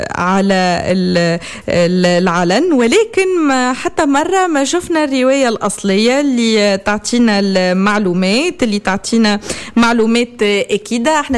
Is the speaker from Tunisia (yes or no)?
yes; Tunisia; الذاكرة التونسية متاعنا